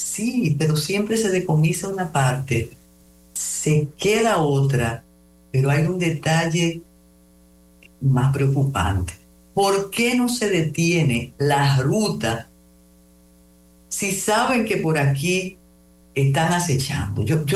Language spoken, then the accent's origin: Spanish; Puerto Plata, Dominican Republic; de mi pueblo, de Puerto Plata